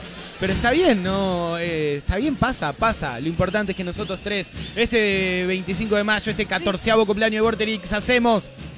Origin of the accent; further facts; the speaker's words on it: Argentina; yo soy argentino hasta la pija.